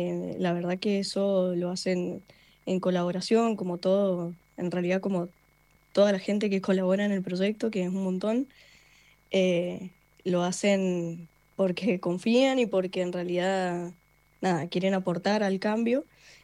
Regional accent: Mendoza, Argentina; Yo soy de Mendoza.

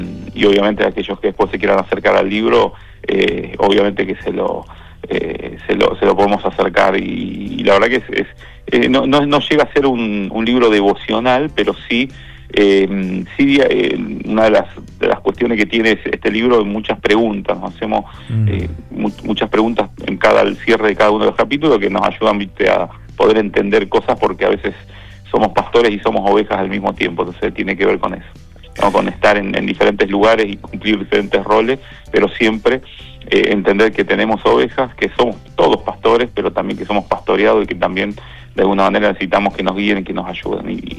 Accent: Rosario, Santa Fe, Argentina; Sería para nuestra ciudad, para nuestra provincia, y eso que no soy ni de Central ni de Newell

